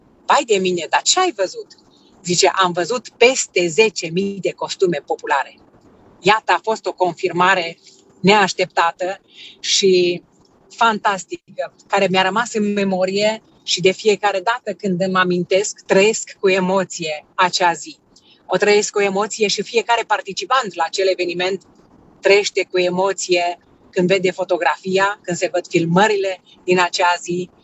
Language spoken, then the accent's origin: Romanian; Romania; suntem români adevărați.